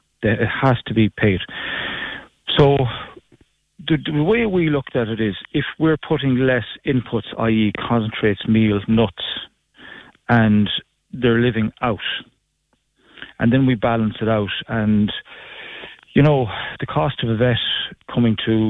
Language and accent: English; Ireland